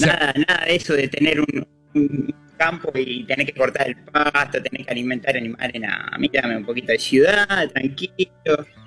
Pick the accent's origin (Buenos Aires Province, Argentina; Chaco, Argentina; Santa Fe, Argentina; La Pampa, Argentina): Buenos Aires Province, Argentina; La Plata; La Plata, soy de La Plata.